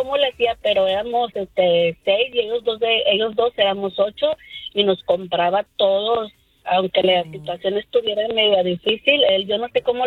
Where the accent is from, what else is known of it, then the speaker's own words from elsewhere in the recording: Monterrey, Nuevo León, Mexico; moved away; soy de Monterrey.